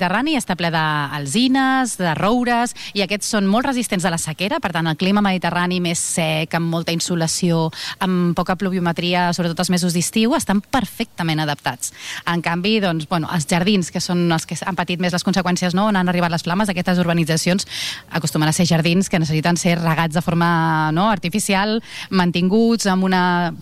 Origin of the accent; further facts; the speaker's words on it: Rupià, Catalonia, Spain; al meu poble, a Rupià